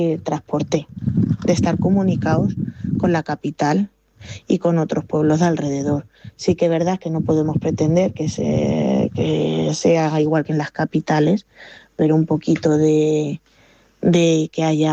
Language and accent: Spanish; Parla, Community of Madrid, Spain; moved away as an adult; now in El Torno, Spain; yo tenía allí en Madrid tenía trabajito en Parla, que es de donde soy yo, y me vine